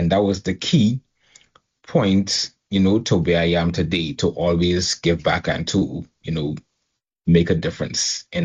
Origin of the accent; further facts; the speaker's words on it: Turks & Caicos Islands; also born or lived in Bahamas; I was born in the Bahamas, and I was raised here in Turks and Caicos. I moved here when I was about 4 or 5. I attended primary school here, high school here, college here. And I grew up in a Christian home